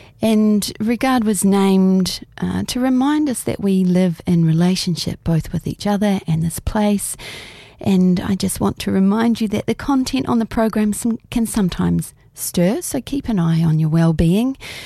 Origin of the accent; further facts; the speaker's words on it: Oamaru, Otago, New Zealand; now in Australia; my hometown. And it's in the south of the South Island on the East Coast.